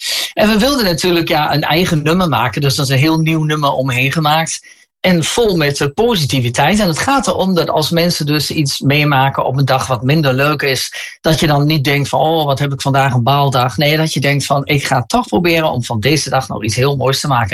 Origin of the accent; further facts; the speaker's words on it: Groenlo, Gelderland, Netherlands; En ik kom uit Groenlo, dat is een plaatsje in de Achterhoek.